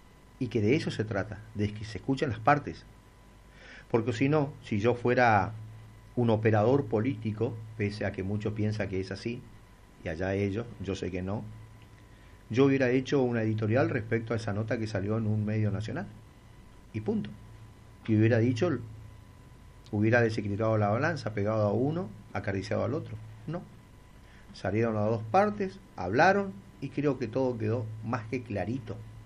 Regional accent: Argentina; Yo como argentino quiero ganar.

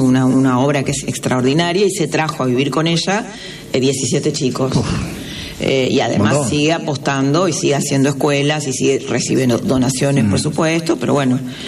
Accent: Argentina; somos los argentinos que nos gustaría ser. Yo creo que hay muchos, muchos argentinos.

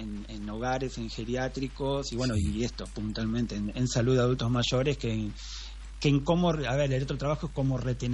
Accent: Buenos Aires, Argentina; born there; moved away as an adult; now in Concepción, Argentina; mis papás vivían en Buenos Aires, pero claro, siempre vinimos acá a la ciudad a veranear, tenemos claro, una casa familiar y demás. Y bueno, después mi papá en pandemia decidió venirse a vivir acá y atrás claro, me vine yo también.

